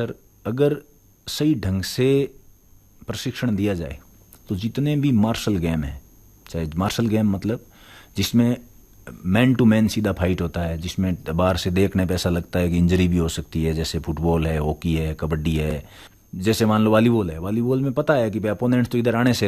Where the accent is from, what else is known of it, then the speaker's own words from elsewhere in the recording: Kaldi, Rajasthan, India; जैसे यहाँ नागौर का मेरा गांव कालड़ी है